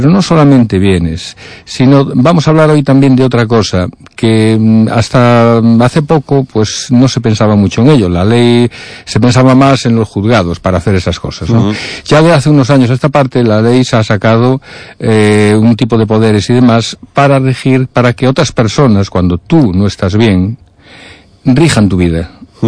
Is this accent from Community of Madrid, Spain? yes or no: no; Galicia, Spain; nosotros, claro, los que somos de Galicia